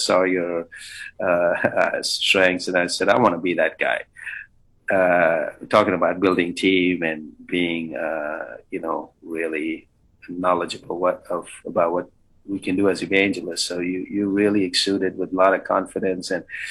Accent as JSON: {"language": "English", "country": "India", "moved": "yes", "said": "I had looked up to him as another Indian and an Asian"}